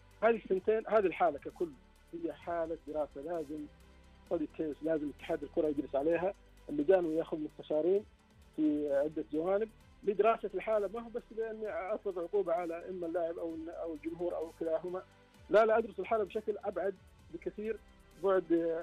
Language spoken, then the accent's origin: Arabic; Saudi Arabia; لأن إحنا سعودية في المبادئ، سعودية في القيم